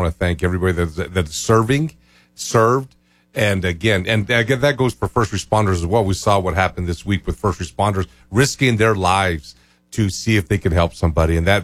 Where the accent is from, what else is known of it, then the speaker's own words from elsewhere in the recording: Chama, New Mexico, United States; growing up in Chama, we grew up around the Indy 500 because the Unsers had a place in Chama.